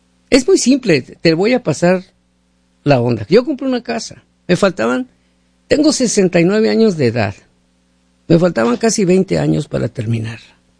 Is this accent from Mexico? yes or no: yes; Mexico; Porque somos hispanos, somos mexicanos, en este caso.